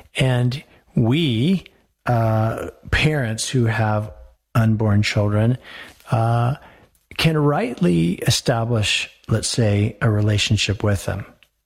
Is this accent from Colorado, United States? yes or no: yes; Denver, Colorado, United States; moved away as an adult; now in Northern Colorado, United States; I loved growing up in Denver, of course, in the, you know, the 70s, I grew up in Denver. It was a much smaller place.